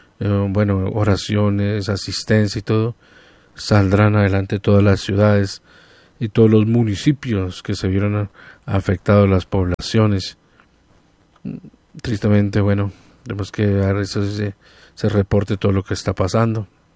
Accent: Colombia

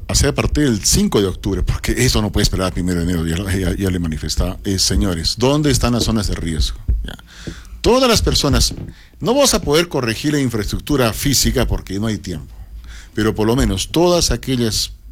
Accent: Arequipa, Peru; O no soy arequipeño, pues. ¿De dónde soy, no? ¿Dónde viví? ¿Dónde nací? ¿Dónde me he criado? No se necesita nacer en Arequipa para amar esta tierra.

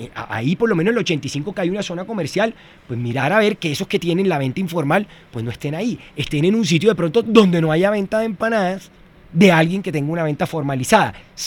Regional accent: Córdoba, Colombia; moved away as an adult; now in Bogotá, Colombia; Yo soy cordobés, pero llevo más de 20 años viviendo en Bogotá.

